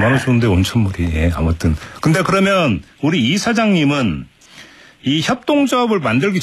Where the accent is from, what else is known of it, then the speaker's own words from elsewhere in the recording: Chungcheong, South Korea; 저도 고향이 충청도라 도고온천 저도 잘 알거든요.